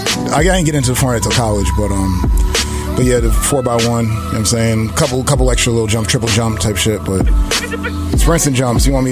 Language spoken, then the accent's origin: English; Troy, New York, United States; moved away as an adult; now in Buffalo, United States; I'm from Troy, New York, born and raised. You know what I'm saying? 518 stand up. Been out in Buffalo for the last X number of years, decade plus. But yeah, home, Troy's home.